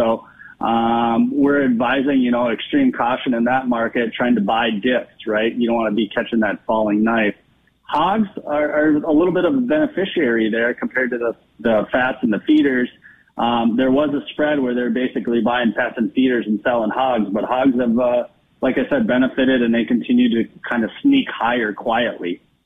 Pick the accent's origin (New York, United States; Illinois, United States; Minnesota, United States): Minnesota, United States; I grew up in central Minnesota. I'm currently living in Becker, Minnesota. We're potato farming around here.